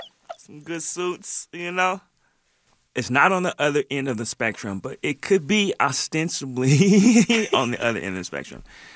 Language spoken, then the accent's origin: English; Portland, Oregon, United States; yeah, yeah, I'm from Portland, man.